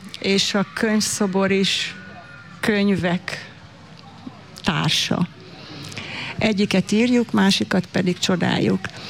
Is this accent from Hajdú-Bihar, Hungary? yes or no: no; Solt, Bács-Kiskun, Hungary; moved away as an adult; now in Jászboldogháza, Hungary; Habár én a Kiskunságból származom, első pillanattól kezdve, Soltról pontosabban, első pillanattól, hogy ide kerültem, a férjem révén